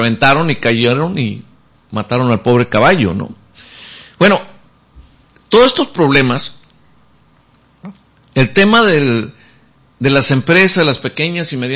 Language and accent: Spanish; Mexicali, Baja California, Mexico; cuando somos de aquí de Mexicali